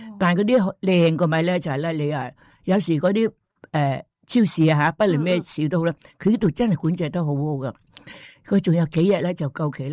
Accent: Guangdong, China; now in Australia; 我哋广东人

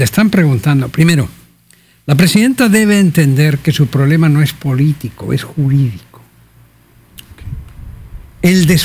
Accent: Mexico; como mexicano de a pie

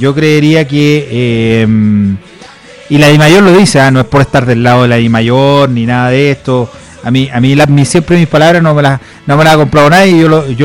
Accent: Chile; now in Colombia; yo por ejemplo como chileno

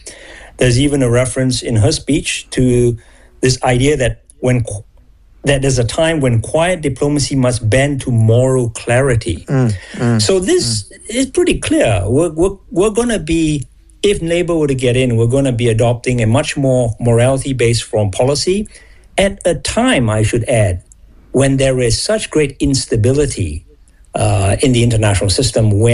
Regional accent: Singapore; moved away as an adult; also born or lived in United States; No, I did all my university degrees in the States, but I'm actually from Singapore. Grew up there.

